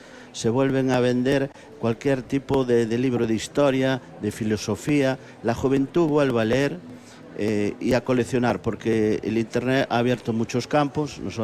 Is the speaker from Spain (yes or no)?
yes; Lugo, Galicia, Spain; nosotros casi todos somos gallegos y somos de Lugo.